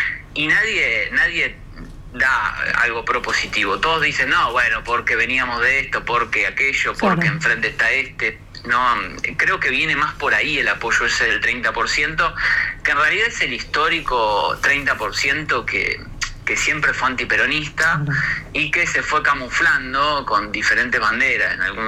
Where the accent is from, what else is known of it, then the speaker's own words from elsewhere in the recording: Rufino, Santa Fe, Argentina; born there; moved away as an adult; now in Buenos Aires, Argentina; Yo nací en Rufino, me fui a los 18 a estudiar a Buenos Aires. Bueno, volví brevemente en la pandemia a Rufino un par de años y después ya retomé cuando el home office se interrumpió